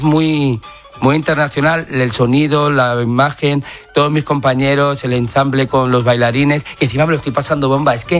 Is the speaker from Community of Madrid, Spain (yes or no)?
yes; Madrid, Community of Madrid, Spain; Soy madrileño, Madrid no entiende de política, soy madrileño